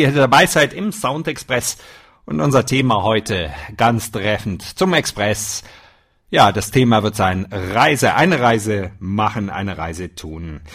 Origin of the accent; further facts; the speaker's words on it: Ulm, Baden-Württemberg, Germany; ich komme aus Ulm